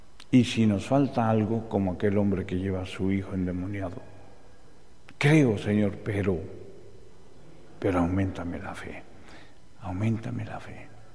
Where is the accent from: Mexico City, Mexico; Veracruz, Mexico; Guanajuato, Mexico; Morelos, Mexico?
Mexico City, Mexico; Lomas; Yo también nací en las Lomas. Sí, tú no sabes. En lo más jodido. Pues era el lago de Texcoco, ¿no? Pero, bueno, sí, bueno, somos de Lomas.